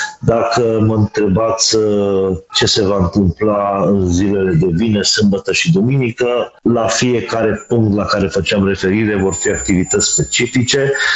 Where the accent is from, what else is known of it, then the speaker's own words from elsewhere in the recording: Zalău, Sălaj County, Romania; comunitatea noastră, adică orașul nostru drag, numit Zalău.